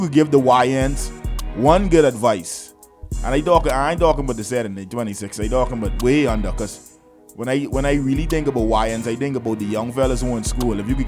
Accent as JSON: {"language": "English", "town": "Nassau", "region": "New Providence", "country": "Bahamas", "tie": "born there", "also_born_or_lived": "Family Islands", "said": "Growing up in Pinewood Gardens"}